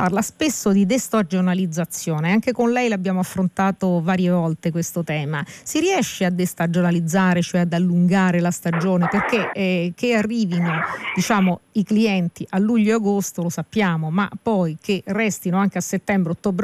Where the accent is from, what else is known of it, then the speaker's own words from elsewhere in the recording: Apulia, Italy; Bellissimo, sottoscrivo, da pugliese sottoscrivo.